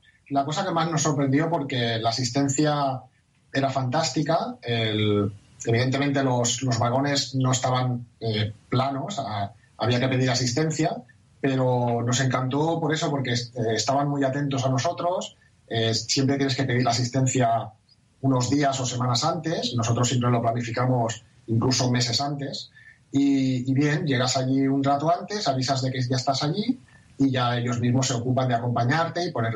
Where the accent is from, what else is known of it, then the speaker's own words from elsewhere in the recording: Barcelona, Catalonia, Spain; Es muy parecido para la gente como yo, que somos de Barcelona, sería comparable a Montjuïc.